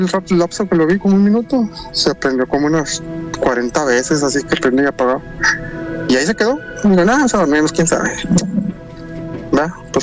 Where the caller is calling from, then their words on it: Tamaulipas, Mexico; de Tamaulipas.